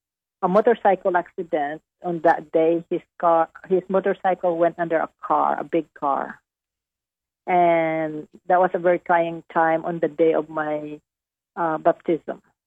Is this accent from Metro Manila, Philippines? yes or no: no; Western Visayas, Philippines; Negros. Negros Occidental. It's Visayas. It's in the middle part of the Philippines.